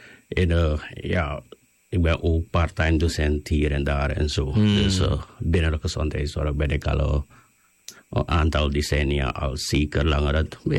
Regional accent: Suriname; Ik ben een Surinamer, van Maron afkomst.

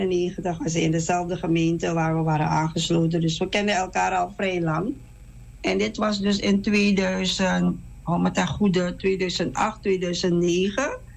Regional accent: Suriname; moved away as an adult; now in Netherlands; En van afkomst ben ik Surinaamse.

